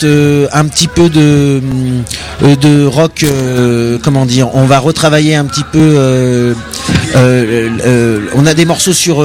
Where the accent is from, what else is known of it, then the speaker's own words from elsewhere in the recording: Nouvelle-Aquitaine, France; On vient d'Angoulême et Poitiers.